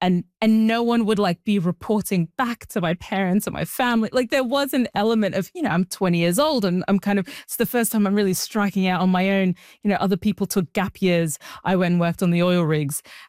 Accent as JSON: {"language": "English", "country": "Australia", "tie": "born or raised there", "also_born_or_lived": "Sudan", "said": "I was born in Sudan. I was raised in Australia."}